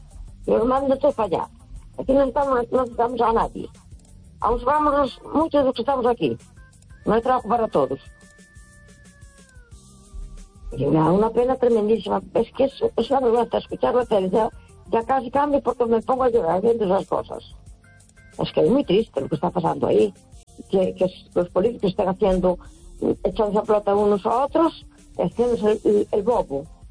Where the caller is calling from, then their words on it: A Coruña, Galicia, Spain; Hola, buenas noches. … de Coruña.